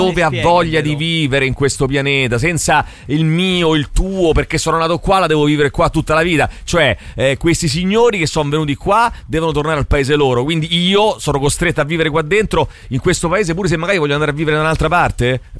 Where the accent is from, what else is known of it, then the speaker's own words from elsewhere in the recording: Rome, Lazio, Italy; now in Marche, Italy; io che sono romano ma vivo 20 anni nelle Marche, poi devo tornare a vivere a Roma?